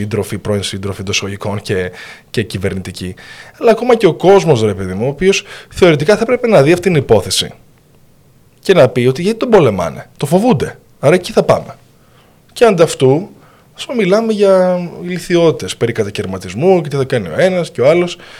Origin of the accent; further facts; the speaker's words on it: Crete, Greece; Αντλούσα έμπνευση από τη γιαγιά μου εδώ στην Κρήτη που με μεγάλωσε.